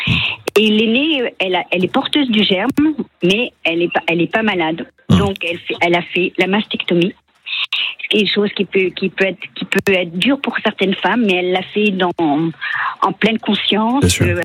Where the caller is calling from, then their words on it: Orléans, Centre-Val de Loire, France; je suis sur Orléans